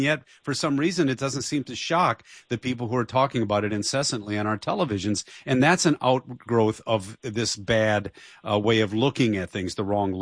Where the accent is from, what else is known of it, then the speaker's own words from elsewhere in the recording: Detroit, Michigan, United States; I can tell you where I learned this, obviously, just growing up in Detroit and the like, and my different friends and things.